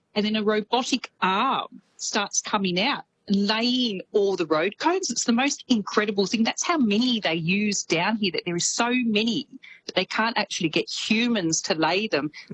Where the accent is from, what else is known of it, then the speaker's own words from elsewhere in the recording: Australia; accent: Australian; now in New Zealand; And Lord knows, people like me with my colonial Australian accent often butcher them.